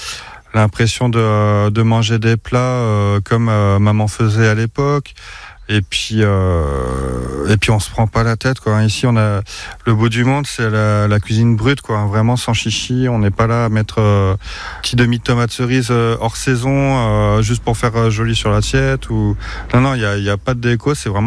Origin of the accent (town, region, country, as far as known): Centre-Val de Loire, France; born or raised there